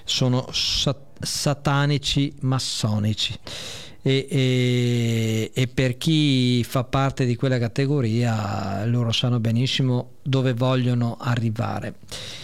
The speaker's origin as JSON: {"language": "Italian", "region": "Veneto", "country": "Italy", "said": "io sono della provincia di Rovigo"}